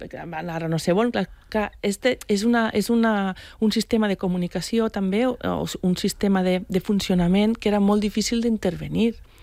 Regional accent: Valencian Community, Spain; jo vinc del País Valencià fa any i mig.

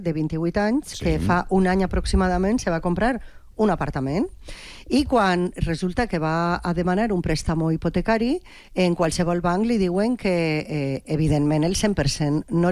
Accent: Borriana, Valencian Community, Spain; Jo vaig a parlar del meu poble, en Borriana.

